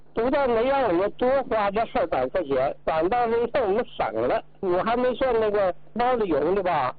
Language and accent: Chinese; Jilin, China; 我家是吉林的。